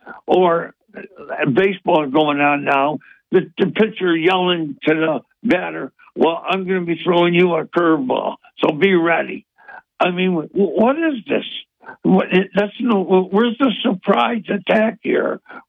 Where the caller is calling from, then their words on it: Binghamton, New York, United States; Oh, hello … Binghamton.